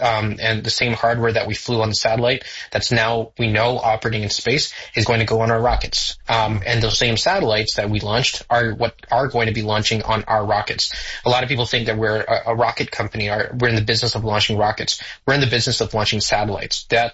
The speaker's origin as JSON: {"language": "English", "town": "Toronto", "region": "Ontario", "country": "Canada", "tie": "born or raised there", "said": "born and raised in Toronto, sort of the Jane and Finch area"}